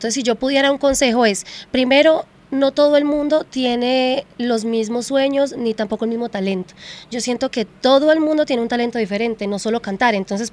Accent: La Tebaida, Quindío, Colombia; Yo soy de la Tebaida, Quindío.

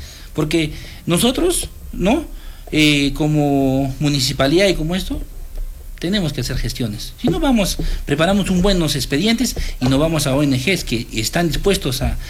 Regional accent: Uchumayo, Arequipa, Peru; moved away as an adult; now in Paucarpata, Peru; Desde que llegué a mi distrito de Paucarpata, porque yo soy neto de Uchumayo, soy chacarero

